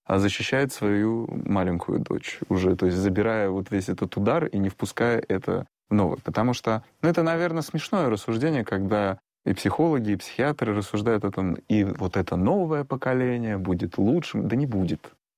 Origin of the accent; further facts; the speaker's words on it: Russia; born there; я родился в РФССР, то есть 90-е годы, я помню это все